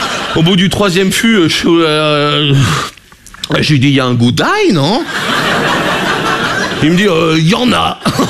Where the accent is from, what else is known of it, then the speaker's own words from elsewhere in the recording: Brittany, France; Je suis breton. Moi, j'ai été accepté en Bretagne.